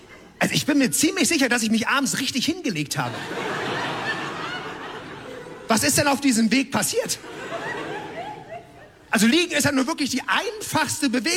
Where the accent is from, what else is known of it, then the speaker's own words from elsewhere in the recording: Northern Germany, Germany; Ich komme aus Norddeutschland.